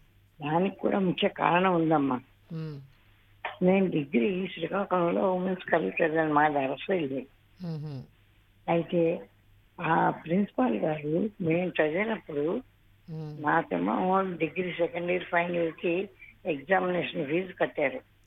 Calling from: Visakhapatnam, Andhra Pradesh, India; నేను విశాఖపట్నం నుంచి చేస్తున్నాను.

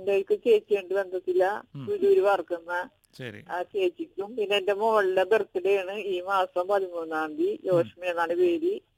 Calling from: Njarakkal, Kerala, India; ഞാറക്കൽ നിന്ന് വിളിക്കണേ.

